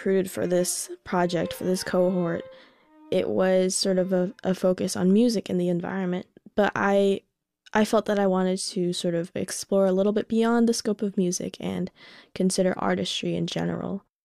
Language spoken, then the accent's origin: English; Los Angeles, California, United States; I'm from Los Angeles, California, and I play the violin.